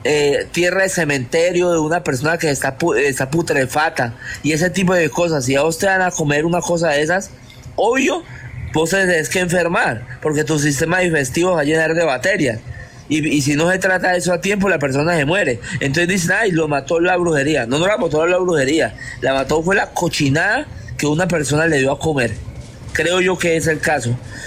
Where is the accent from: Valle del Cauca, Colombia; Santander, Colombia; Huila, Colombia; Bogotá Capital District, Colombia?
Valle del Cauca, Colombia; Buenaventura; yo soy de Buenaventura